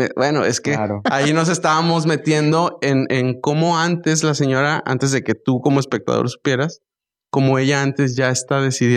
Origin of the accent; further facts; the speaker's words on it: Monterrey, Nuevo León, Mexico; todos éramos regios